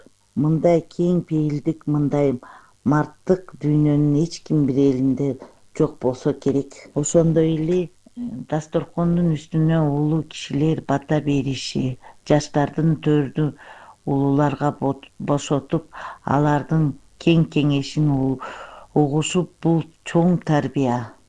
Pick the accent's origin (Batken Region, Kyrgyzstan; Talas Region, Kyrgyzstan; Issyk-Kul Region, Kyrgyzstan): Issyk-Kul Region, Kyrgyzstan; Balykchy; Менин балалыгым өмүрүмдө эң таттуу, эң бейпил барактары менин касиеттүү Иси көлүмдүн босогосу болгон Балыкчы шаарында төрөлүп өскөм.